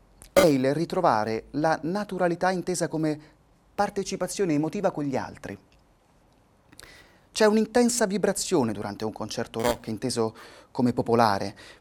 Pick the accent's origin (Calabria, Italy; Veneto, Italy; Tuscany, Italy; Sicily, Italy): Tuscany, Italy; Siena; La mia voce è l'appartenenza alla mia terra, un'appartenenza di nascita, nel mio caso toscana, perché io sono di Siena e ancora di più Fontebranda e della campagna toscana, sempre però con la visione di non avere confini.